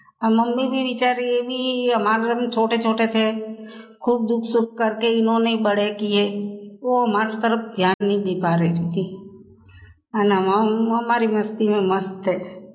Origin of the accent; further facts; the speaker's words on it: Palanpur, Gujarat, India; first language Gujarati; Hindi is a second language; मेरा बचपन गुजरात में।